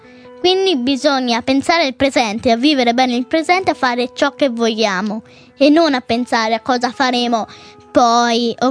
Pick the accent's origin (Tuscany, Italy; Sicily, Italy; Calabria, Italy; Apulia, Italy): Tuscany, Italy; Carrara; Io sono di Carrara.